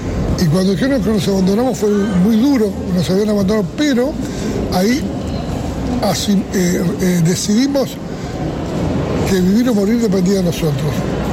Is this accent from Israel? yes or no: no; Uruguay; vine acá como uruguayo